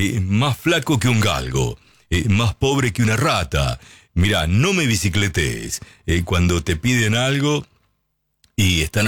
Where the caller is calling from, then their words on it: Santiago del Estero, Argentina; de Santiago del Estero, siempre te escucho